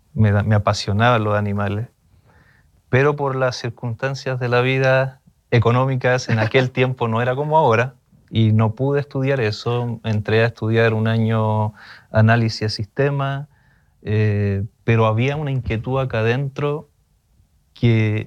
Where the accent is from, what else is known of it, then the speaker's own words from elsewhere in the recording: San Bernardo, Santiago Metropolitan Region, Chile; also born or lived in La Cisterna; now in Maipú, Chile; Nací en La Cisterna, pero viví la mayor parte en San Bernardo.